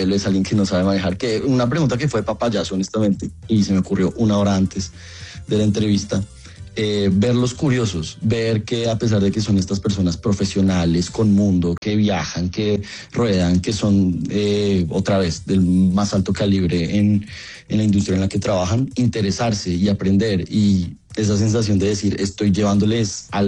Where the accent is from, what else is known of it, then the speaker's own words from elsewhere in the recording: Colombia; de uno diciendo hola, soy de Colombia, esto es lo que traigo, esto es de este es el lugar de donde vengo, así somos